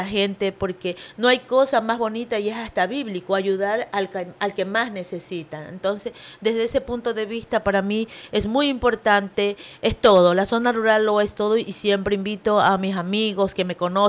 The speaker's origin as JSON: {"language": "Spanish", "town": "Manta", "region": "Manabí", "country": "Ecuador", "tie": "born there", "also_born_or_lived": "San Lorenzo, Manabí, Ecuador", "said": "Entonces, yo terminé mi educación primaria aquí."}